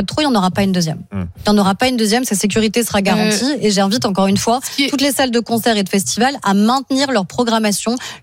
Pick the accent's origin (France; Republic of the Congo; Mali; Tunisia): France